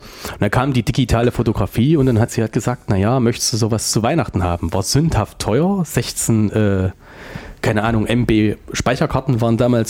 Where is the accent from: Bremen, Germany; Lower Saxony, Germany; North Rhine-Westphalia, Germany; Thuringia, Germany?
Thuringia, Germany; Weimar; Ich bin gebürtiger Weimarer